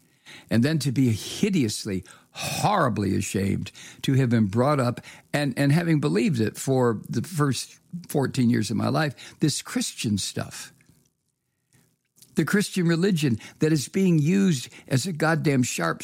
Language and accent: English; United States; I am an American. I am a citizen in a country that the rest of the world now looks at.